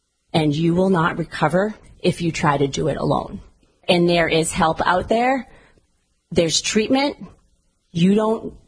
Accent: Duxbury, Massachusetts, United States; So I grew up in Duxbury, Mass.

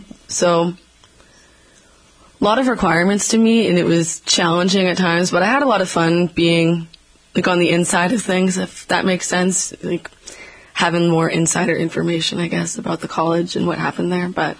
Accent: Braintree, Massachusetts, United States; I'm from Braintree.

